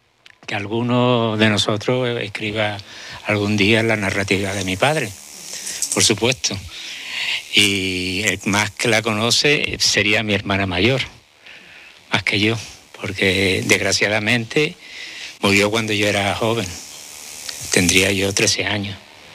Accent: Garachico, Canary Islands, Spain; yo soy natural de Garachico.

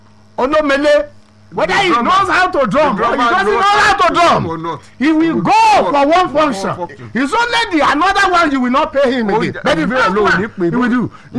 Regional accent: Lagos, Nigeria; I am from Lagos.

